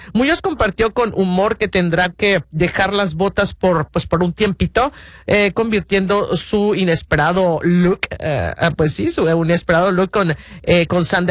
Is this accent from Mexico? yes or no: yes; Mexico; Uno como mexicano le encantan los panes, la concha, el cuernito, aunque se lo pongan.